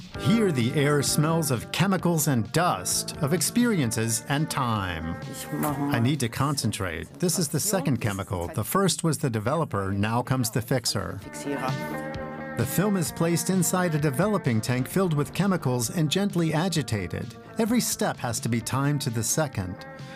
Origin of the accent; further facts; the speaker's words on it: Haskovo, Haskovo Province, Bulgaria; this is my hometown of Haskovo.